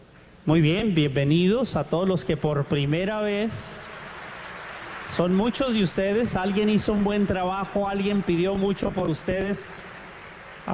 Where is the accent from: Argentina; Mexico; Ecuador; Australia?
Mexico; moved away; aquí la mayoría de gente es de México, somos de México.